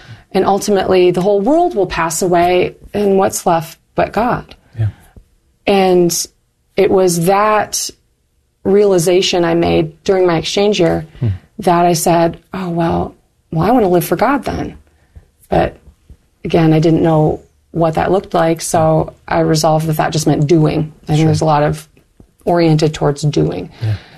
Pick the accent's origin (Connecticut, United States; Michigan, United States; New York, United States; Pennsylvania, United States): Michigan, United States; Marquette; Northern Michigan University is also in my hometown.